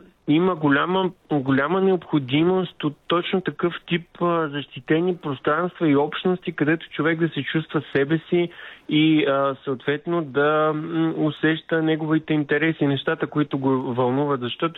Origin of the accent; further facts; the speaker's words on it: Varna, Varna Province, Bulgaria; съм от Варна.